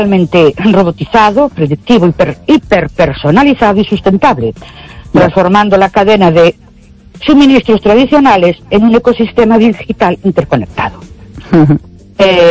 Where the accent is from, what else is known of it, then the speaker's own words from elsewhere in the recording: Ourense, Galicia, Spain; Buenas noches … de Orense.